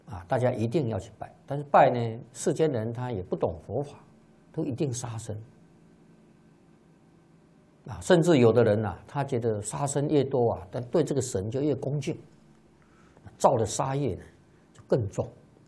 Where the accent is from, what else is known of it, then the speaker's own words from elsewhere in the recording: China; 在我们中国人的习惯来讲